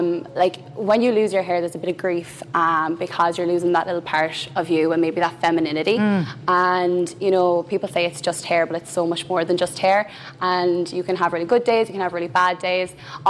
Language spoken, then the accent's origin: English; Ireland; as Irish people, particularly Irish women